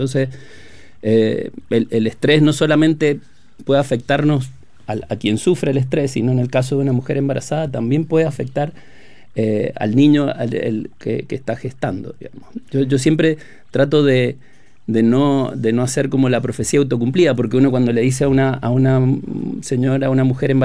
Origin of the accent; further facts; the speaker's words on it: Argentina; moved away as an adult; also born or lived in Valdivia, Chile; now in Chile; yo ya soy, de hecho, sacaba la cuenta y ya tengo más tiempo viviendo en Chile que en Argentina, así que ya soy más chileno, mis hijas son chilenas.